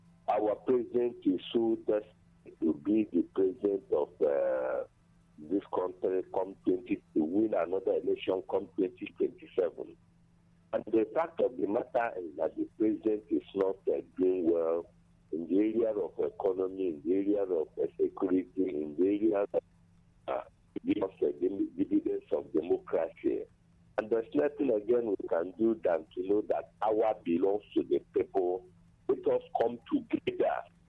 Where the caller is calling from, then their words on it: Abani, Enugu State, Nigeria; I'm calling from Abani, Enugu.